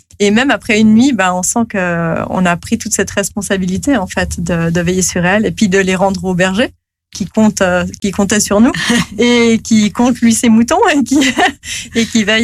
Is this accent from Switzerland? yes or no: yes; Geneva, Switzerland; je viens de Genève, donc on a laissé à Genève tout ce qui était à Genève